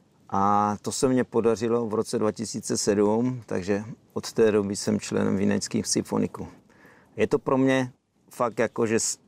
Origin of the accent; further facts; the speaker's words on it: Kyjov, South Moravian Region, Czechia; A maminka, když se oni přistěhovali do Kyjova, odkud pocházím, tak vlastně hrála v dětské dechové kapele na čineli.